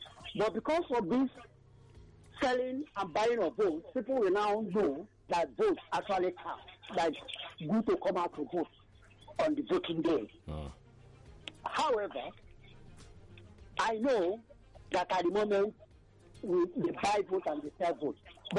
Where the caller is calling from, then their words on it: Abaranje, Ikotun, Lagos, Nigeria; I'm calling from Abanajo, Ikoto.